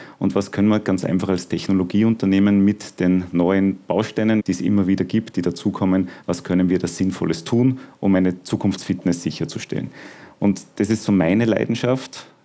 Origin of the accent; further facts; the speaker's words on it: Steyr, Upper Austria, Austria; also born or lived in Dietach; Also aufgewachsen bin ich tatsächlich in Steyr und dann später, meine Eltern haben dann ein Haus gebaut in Dietach bei Steyr, ein Vorort von Steyr, sind wir dann dorthin gezogen.